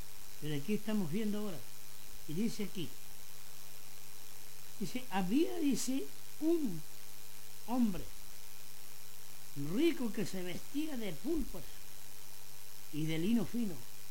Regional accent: Chile; como decimos nosotros como chilenos

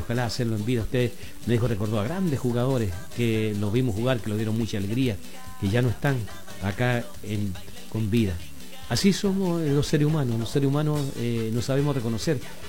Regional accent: Chile

